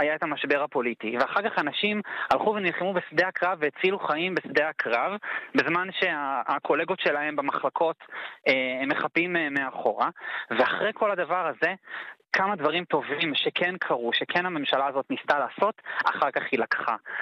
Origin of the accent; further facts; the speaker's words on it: England, United Kingdom; now in Israel; תראה, אני גדלתי בחול, גדלתי באנגליה, למדתי בבית ספר לא בארץ, והחלטתי להיות כאן רופא.